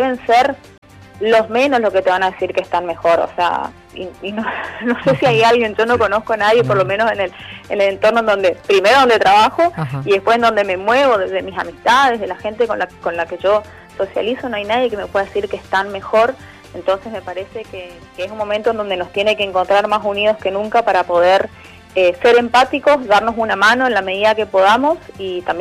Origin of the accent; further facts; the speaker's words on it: Argentina; como somos los argentinos resilientes